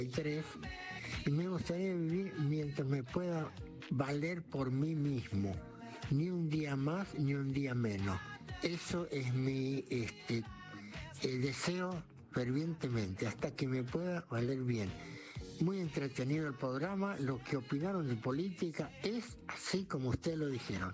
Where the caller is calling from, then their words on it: San Fernando, Buenos Aires Province, Argentina; vivo en San Fernando, tengo 84 años, que voy a cumplir el lunes, todavía tengo 83